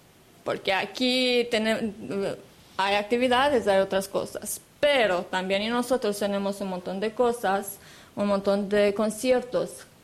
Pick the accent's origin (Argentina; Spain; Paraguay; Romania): Romania; Galați, Galați County; Spanish is a second language